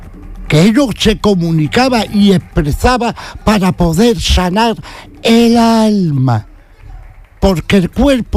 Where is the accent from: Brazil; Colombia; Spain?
Spain; Jerez, Andalusia; Yo sé lo que digo y lo que no digo y soy de Jerez, ¿no?